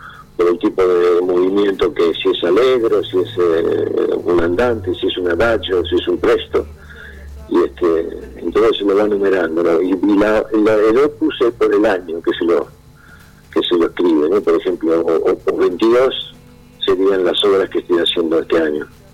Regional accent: Quilmes, Buenos Aires Province, Argentina; born there; Sí, yo soy de Quilmes, sí, yo soy quilmeño.

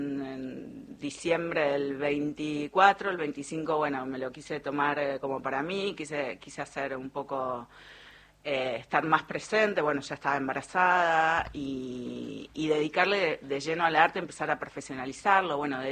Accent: Buenos Aires Province, Argentina; porteña, que no soy porteña porque soy oriunda de la zona sur del conurbano bonaerense

